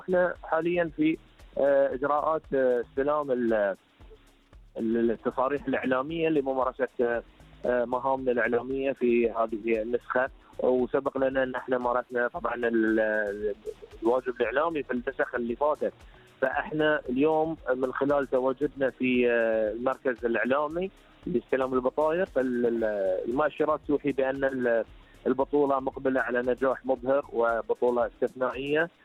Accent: Bahrain; عندنا في البحرين

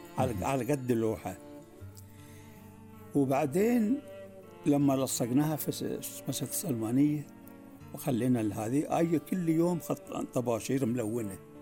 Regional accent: Bahrain

